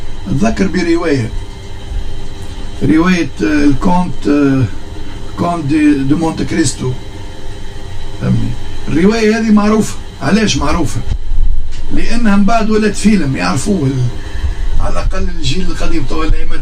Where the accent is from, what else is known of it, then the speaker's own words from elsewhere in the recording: Tunisia; عندنا في تونس التوانسه